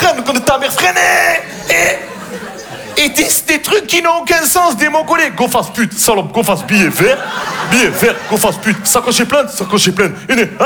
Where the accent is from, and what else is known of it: Marseille, Provence-Alpes-Côte d'Azur, France